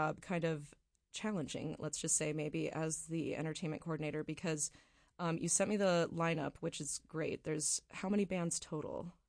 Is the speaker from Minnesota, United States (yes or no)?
yes; Minnesota, United States; now in Alaska, United States; I'm from Minnesota, so I know that we're all about the fairs in the Midwest